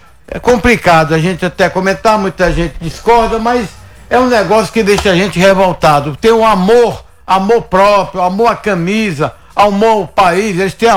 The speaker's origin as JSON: {"language": "Portuguese", "country": "Brazil", "said": "que eu sou brasileiro."}